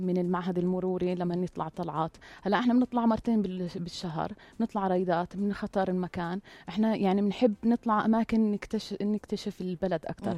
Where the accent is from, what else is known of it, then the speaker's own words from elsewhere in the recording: Italy; Arabic is a second language; لا هلا انا من مواليد ايطاليا، طول عمري كنت عايشة في ايطاليا.